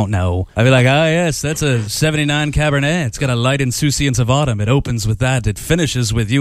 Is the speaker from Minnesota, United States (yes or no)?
yes; Minneapolis, Minnesota, United States; Minneapolis.